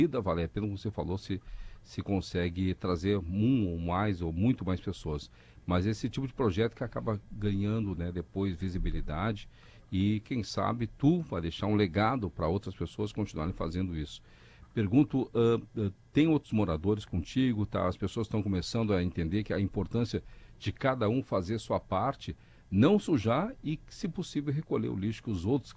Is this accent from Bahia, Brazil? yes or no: no; Cidreira, Rio Grande do Sul, Brazil; Me criei em Cidreira, né?